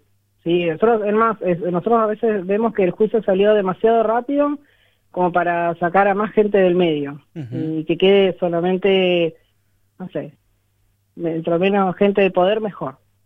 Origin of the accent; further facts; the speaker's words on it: Buenos Aires, Argentina; nosotros somos de Buenos Aires